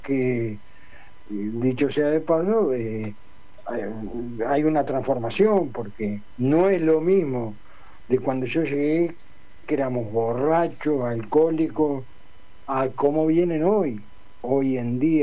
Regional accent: Uruguay; now in Spain; Como uruguayo, como mi formación, los viejos, aquellos que me recibieron, para mí son dioses, ¿no?

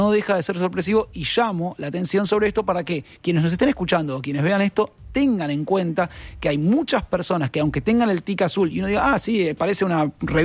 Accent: Argentina; para quienes somos argentinos

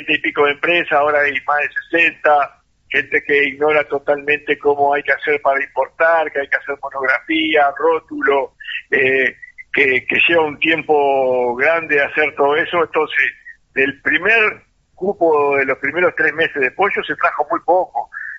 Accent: Uruguay

